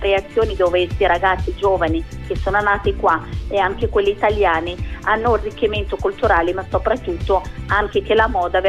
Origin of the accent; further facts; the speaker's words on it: Rabat, Rabat-Salé-Kénitra, Morocco; now in Italy; Io sono nata a Rabat, nella capitale del Marocco, è una città meravigliosa